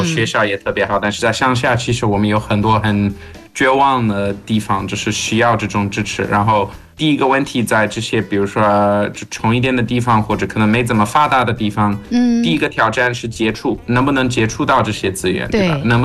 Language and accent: Chinese; South Africa; Chinese is a second language; 我来自南非，我们有一模一样的问题